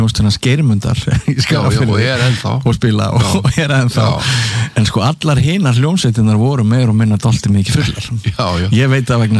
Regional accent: Iceland; það er sko, ég er að norðan

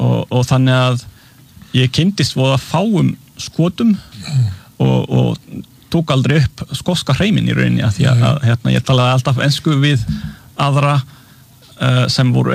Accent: Massif Central, France; Icelandic is a second language; Já, ég frá litlu þorpi í suðaustur Frakklandi. Í Massif Central sem svona fjallgarður. Í rauninni vestan við Alpana. Í litlum bæ, svona cirka 2000 manna bæ.

